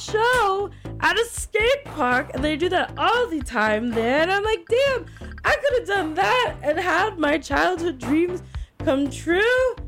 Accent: Fairfield, California, United States; When I was growing up in Fairfield, they made us go on a field trip of juvie.

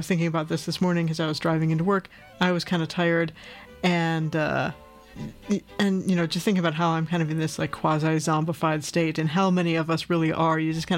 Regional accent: Rust Belt, United States; I think when you're born and raised in the Rust Belt, you just kind of have a propensity towards a little bit of a black humor.

